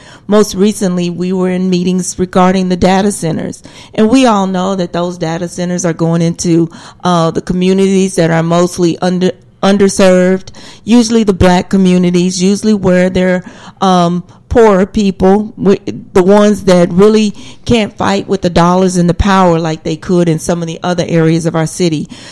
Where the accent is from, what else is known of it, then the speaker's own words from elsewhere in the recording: South Carolina, United States; I grew up in South Carolina, so I saw a lot of the things that that the caller spoke of.